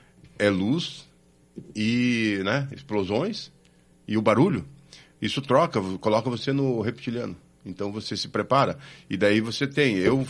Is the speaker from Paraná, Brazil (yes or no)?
yes; Paraná, Brazil; eu sou da região de Londrina, dá 90, 100 quilômetros.